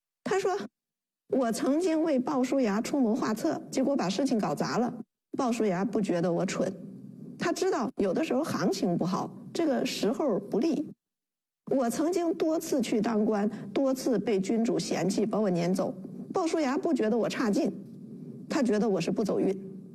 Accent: China

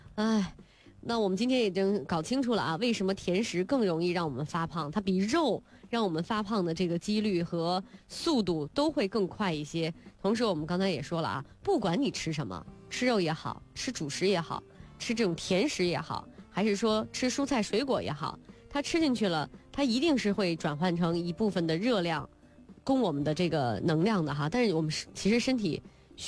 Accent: China

